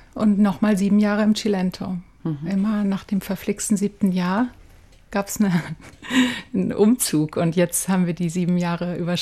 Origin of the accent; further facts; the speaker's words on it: Germany; moved away as an adult; now in Italy; Also mein Mann kommt aus Neapel, ich komme aus Deutschland. Wir haben lange Zeit im Süden in Neapel und noch weiter südlich gelebt.